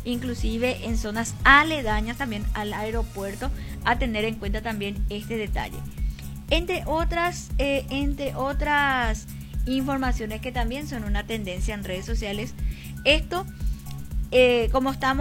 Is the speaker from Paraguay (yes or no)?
yes; Paraguay; nuestro país